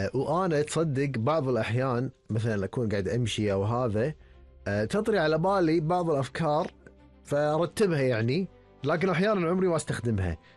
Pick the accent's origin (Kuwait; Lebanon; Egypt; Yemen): Kuwait; إن نشارك إحنا من الكويت كمشاريع تجارية